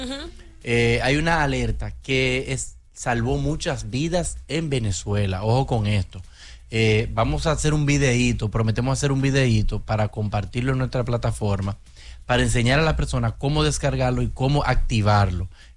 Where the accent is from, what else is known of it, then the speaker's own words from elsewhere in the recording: Dominican Republic; nosotros como dominicanos